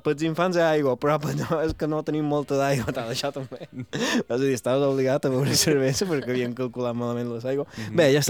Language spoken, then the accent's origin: Catalan; Santa Eugènia, Balearic Islands, Spain